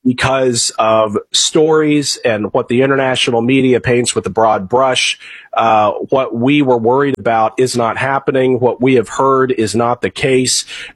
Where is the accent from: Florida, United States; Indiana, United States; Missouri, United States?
Missouri, United States; Kansas City; being from Kansas City, loving Kansas City the way I do, I was born in Kansas City, Missouri proper.